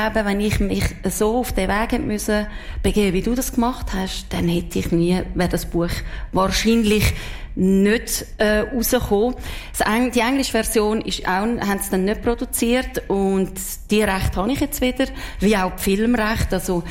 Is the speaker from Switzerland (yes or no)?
yes; Switzerland; weil ich bin doch eine Schweizerin.